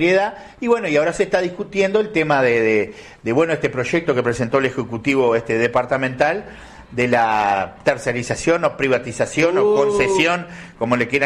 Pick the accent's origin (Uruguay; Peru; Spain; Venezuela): Uruguay; nosotros tenemos que entender los uruguayos